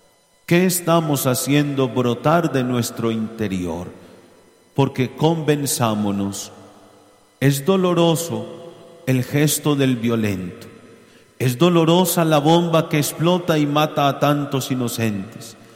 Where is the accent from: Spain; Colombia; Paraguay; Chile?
Colombia; now in Angostura, Colombia; somos hermanos, que somos colombianos